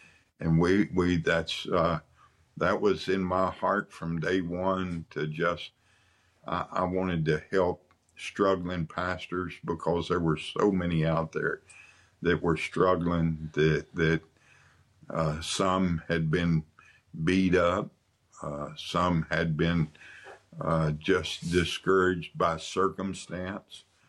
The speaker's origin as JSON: {"language": "English", "region": "the South", "country": "United States", "said": "When I come up north, I am not a northerner"}